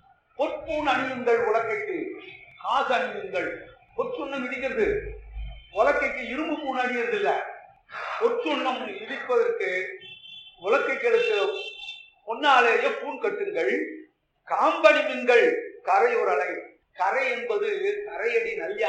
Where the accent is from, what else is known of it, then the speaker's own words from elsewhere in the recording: Kanchipuram, Tamil Nadu, India; நான் காஞ்சிபுரத்தை சேர்ந்தவன்றதால